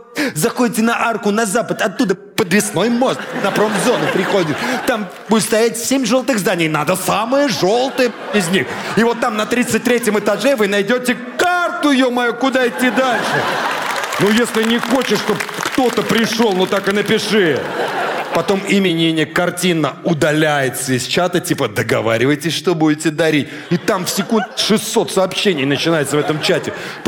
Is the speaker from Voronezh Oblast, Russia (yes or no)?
no; Penza, Penza Oblast, Russia; У меня в детстве в Пензе в парке имени Белинского был один батут на весь город.